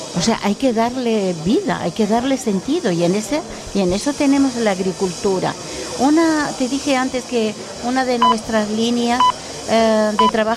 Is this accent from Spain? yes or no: yes; Canary Islands, Spain; Yo soy de Tirajana.